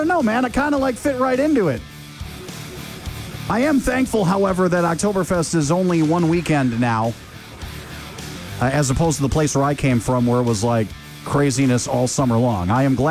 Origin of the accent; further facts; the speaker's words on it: Wisconsin Dells, Wisconsin, United States; moved away as an adult; now in La Crosse, United States; I'm originally from Wisconsin Dells.